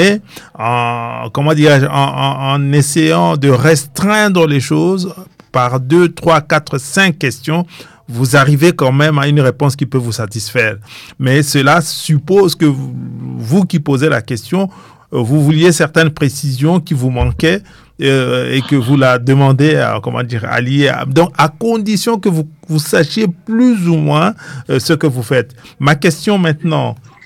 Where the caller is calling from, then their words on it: Belgium; Non, non, moi je suis en Belgique, hein, ouais.